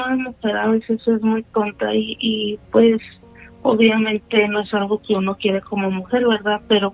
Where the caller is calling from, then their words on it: Ciudad Juárez, Chihuahua, Mexico; De Ciudad Juárez, Chihuahua.